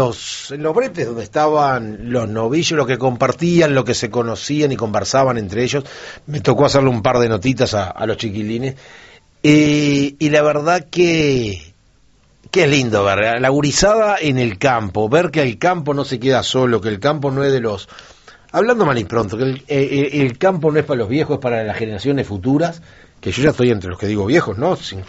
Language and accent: Spanish; Soca, Canelones, Uruguay; now in Balneario Argentino, Uruguay; Soy de Soca y voy a ser de Soca toda la vida. Ahora vivo en Balneario Argentino.